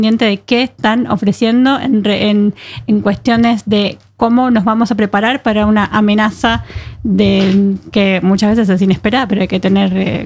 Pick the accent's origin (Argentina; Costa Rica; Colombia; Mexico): Argentina; Buenos Aires; Yo soy originaria de Buenos Aires, desde auténtica porteña, pero no bailo tango.